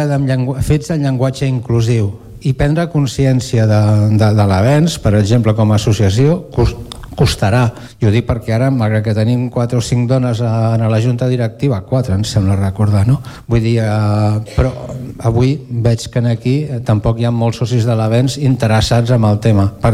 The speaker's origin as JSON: {"language": "Catalan", "town": "Esplugues de Llobregat", "region": "Catalonia", "country": "Spain", "said": "Segurament som espluguins, que ens diuen cargolins"}